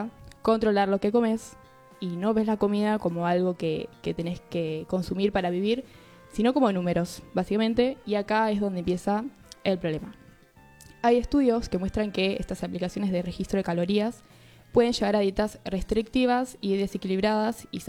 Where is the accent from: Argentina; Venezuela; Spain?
Argentina